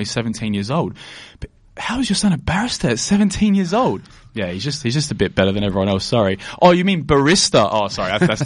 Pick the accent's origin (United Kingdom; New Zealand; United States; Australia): Australia; Adelaide, South Australia; born there; Both parents were born here in Adelaide. Obviously, I was born here in Adelaide as well. Mm-hmm. Unfortunately, don't speak Italian very well. I understand it somewhat, which is helpful.